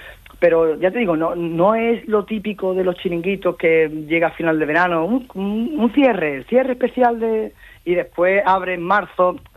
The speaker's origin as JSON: {"language": "Spanish", "town": "Cádiz", "region": "Andalusia", "country": "Spain", "said": "evidentemente somos gente sensible, somos gente de Cádiz y queremos caminar."}